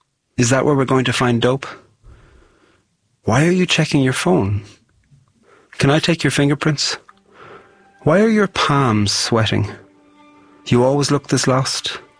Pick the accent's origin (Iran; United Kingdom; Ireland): Ireland; I'm a poet from Ireland